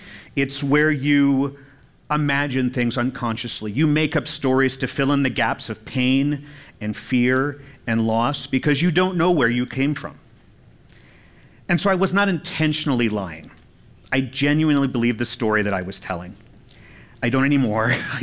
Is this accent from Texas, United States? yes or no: yes; El Paso, Texas, United States; born there; I was born in El Paso to a mother who was an alcoholic and possibly a drug addict. I was given up for adoption.